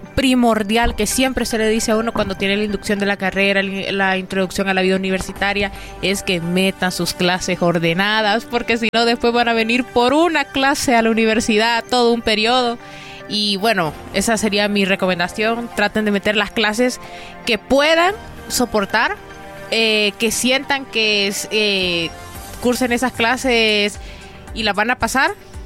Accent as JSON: {"language": "Spanish", "town": "Tegucigalpa", "region": "Francisco Morazán", "country": "Honduras", "said": "Sí, yo soy de Tegucigalpa"}